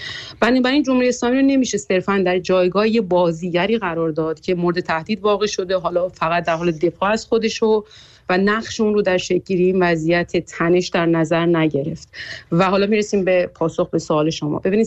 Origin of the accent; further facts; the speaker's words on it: Iran; به عنوان یک ایرانی و با تجربه زیستی که داریم